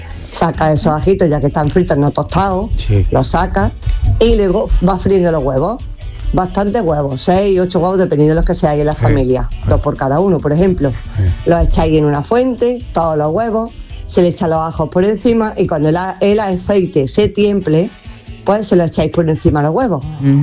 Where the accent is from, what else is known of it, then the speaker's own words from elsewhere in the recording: Andújar, Andalusia, Spain; now in Seville, Spain; Buenos días, chicos, desde Sevilla, aunque soy de Andújar.